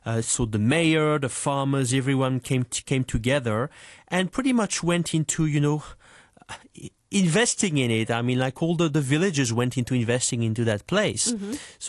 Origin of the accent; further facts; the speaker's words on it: France; Because, you know, I mean, I am originally from France, and a lot of our villages...